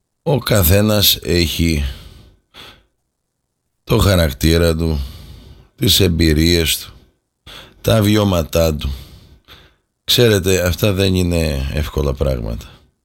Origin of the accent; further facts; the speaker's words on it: Greece; η Ελλάδα μας, η χώρα μας, η πατρίδα μας, ο λαός μας